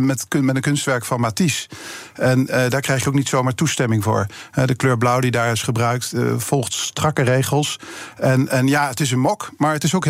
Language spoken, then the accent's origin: Dutch; Netherlands; Daarbij hebben we ook een goede reputatie als Nederlanders.